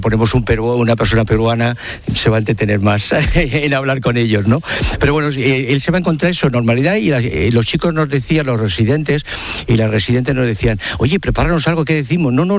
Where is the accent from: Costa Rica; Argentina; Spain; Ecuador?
Spain; Yo creo que en España somos el país de Unión Europea que consume más ansiolíticos, ¿no?